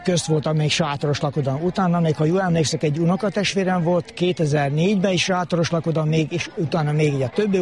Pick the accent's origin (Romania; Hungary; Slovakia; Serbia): Serbia; Vrbica, Vojvodina; born there; itt helyben születtem